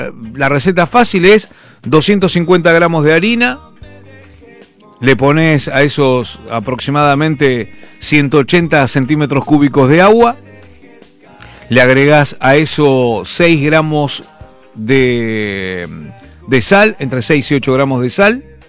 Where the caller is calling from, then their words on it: San Fernando, Buenos Aires Province, Argentina; de San Fernando.